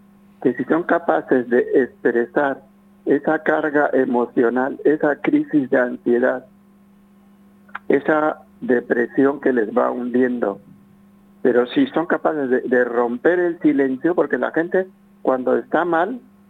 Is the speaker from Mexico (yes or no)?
yes; Mexico; Hay sociedades, yo vengo de México, y hay sociedades, hay comunidades en donde el anciano ocupa un lugar central.